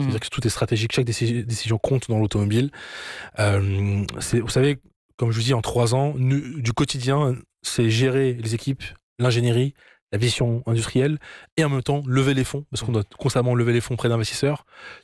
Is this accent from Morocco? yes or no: yes; Morocco; now in France; Moment historique, inoubliable en tant que Marocain, ou ce Marocain du monde. On est en France. Loin du Maroc au départ, avec juste les vacances d'été